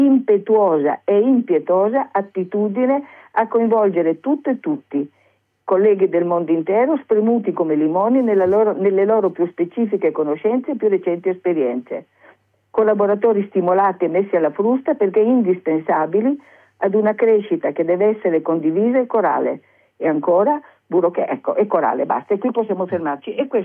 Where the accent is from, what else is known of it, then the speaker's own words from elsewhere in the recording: Vrsar, Istria County, Croatia; Io per esempio, che vengo da Orsera, ho avuto due cuginette morte piccolissime